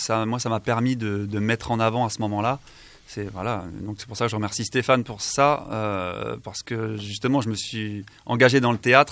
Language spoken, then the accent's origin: French; Le Mans, Pays de la Loire, France; moved away as an adult; now in Landes, France; Moi, je viens du Mans, au départ.